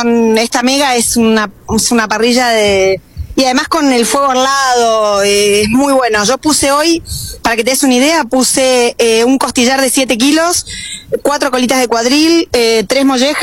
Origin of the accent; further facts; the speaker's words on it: El Triunfo, Buenos Aires Province, Argentina; now in Buenos Aires, Argentina; Vengo de Buenos Aires. Yo en realidad soy de la provincia de Buenos Aires. Soy de un pueblito que se llama El Triunfo, cerca de Lincoln. Vivo en Capital.